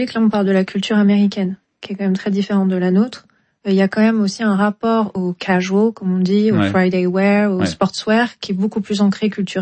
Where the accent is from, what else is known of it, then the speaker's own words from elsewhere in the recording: France; Chez nous, en France